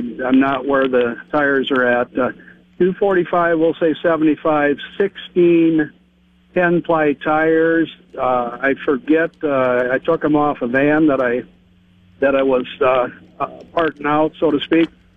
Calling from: Lennox, South Dakota, United States; from Lennox.

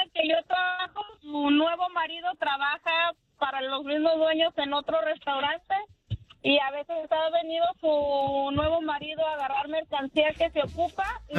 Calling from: Loma Linda, California, United States; yo vivo en la ciudad de Loma Linda

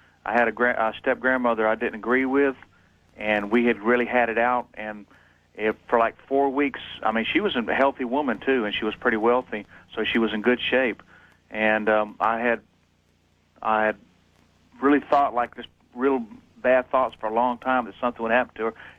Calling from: Atlanta, Georgia, United States; from Atlanta.

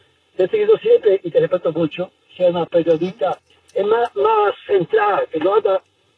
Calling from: Queens, New York, United States; Queens, New York.

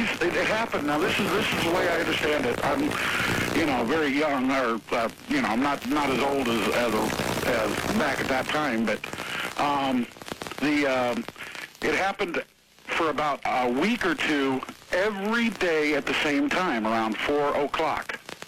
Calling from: Chico, California, United States; Yes, I'm calling from Chico, California.

